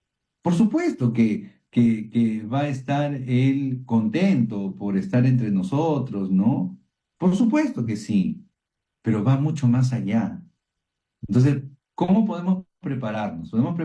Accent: Peru; conoce lo cálidos que somos, porque los peruanos somos cálidos, ¿no?

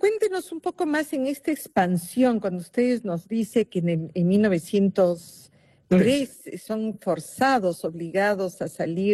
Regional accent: Peru

